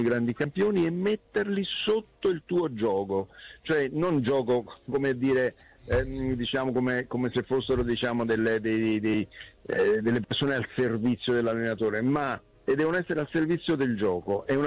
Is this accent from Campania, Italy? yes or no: yes; Naples, Campania, Italy; io napoletano